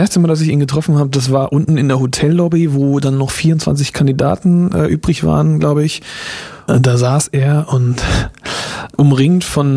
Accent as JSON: {"language": "German", "town": "Lindau", "region": "Schleswig-Holstein", "country": "Germany", "tie": "born there", "also_born_or_lived": "Eckernförde / Dollerup / Flensburg", "said": "Und da bin ich geboren, genau, und aufgewachsen in Lindau. Nicht Lindau am Bodensee, sondern Lindau an der Schlei, ganz im Norden."}